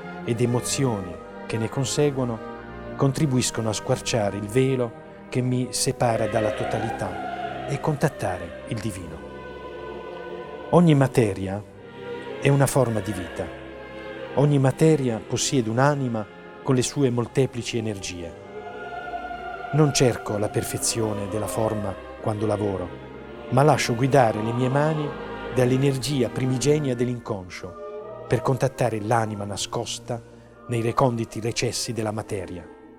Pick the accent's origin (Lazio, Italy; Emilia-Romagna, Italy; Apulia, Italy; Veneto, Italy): Apulia, Italy; Bari; born there; Io sono nato nel 1948 a Bari, in un seminterrato, una famiglia molto povera